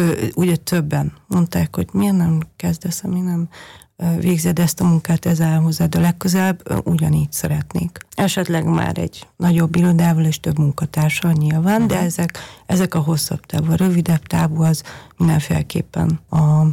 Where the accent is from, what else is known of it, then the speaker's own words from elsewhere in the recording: Budapest, Hungary; also born or lived in Vienna / Germany; now in Steyr, Austria; furcsa pestiként ezt mondani, de ugye 9 évvel ezelőtt pedig kikerültünk egy kis faluba Németországba.